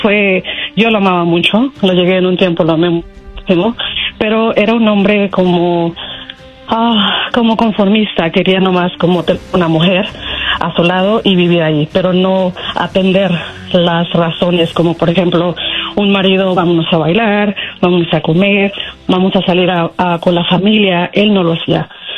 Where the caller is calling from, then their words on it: Mexico; soy mexicana.